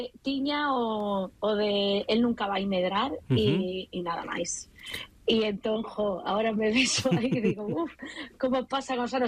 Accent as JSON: {"language": "Galician", "town": "Vigo", "region": "Galicia", "country": "Spain", "said": "Porque, jolín, eu son de Vigo, non?"}